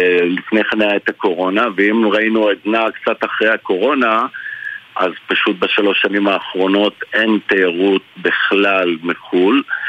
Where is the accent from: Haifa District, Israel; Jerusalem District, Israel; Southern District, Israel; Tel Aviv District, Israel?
Jerusalem District, Israel; Jerusalem; מה שאני רואה וחווה כירושלמי